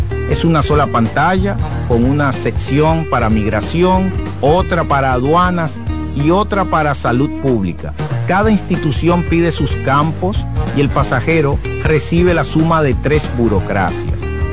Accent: Dominican Republic; Somos ciudadanos dominicanos. Salíamos de nuestro propio país con pasaporte dominicano

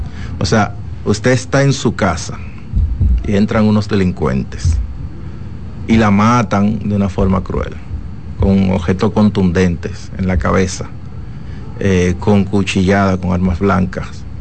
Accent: Dominican Republic; como dominicano, se siente herido, como nos sentimos todos los dominicanos.

